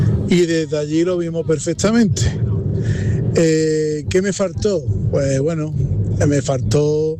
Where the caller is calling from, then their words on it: Málaga, Andalusia, Spain; de Málaga. Bueno, nosotros vimos el eclipse, yo vivo en Málaga, bueno, 20 minutos del centro. En una casa mata, que le decimos nosotros.